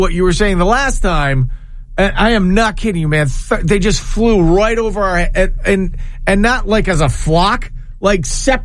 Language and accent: English; New England, United States; I grew up in New England.